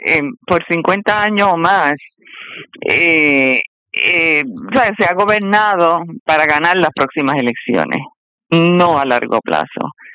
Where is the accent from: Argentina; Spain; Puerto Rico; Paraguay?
Puerto Rico